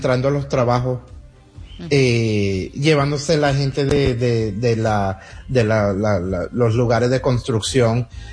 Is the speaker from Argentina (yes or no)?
no; United States; born there; Yo soy nacido aquí en los Estados Unidos y no tengo problema en decir